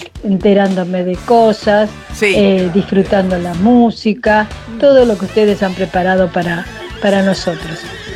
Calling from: Palermo, Buenos Aires, Argentina; de Palermo

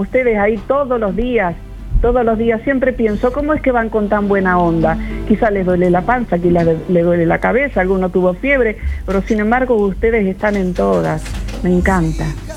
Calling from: Turdera, Buenos Aires Province, Argentina; yo hace 50 que vivo en Turdera.

